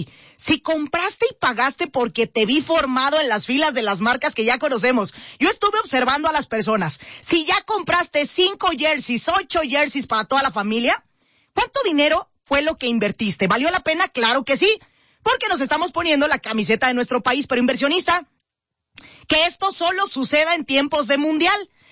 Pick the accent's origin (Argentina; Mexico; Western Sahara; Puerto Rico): Mexico; como empresaria mexicana de 34 años de edad